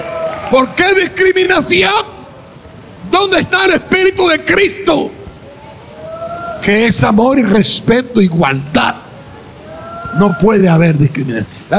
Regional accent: Peru; Si somos peruanos.

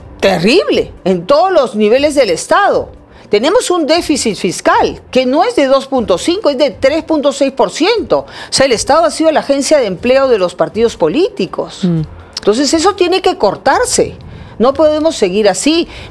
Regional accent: Peru; Somos un país pluricultural, por favor, ¿qué nos pasa? Todos somos peruanos

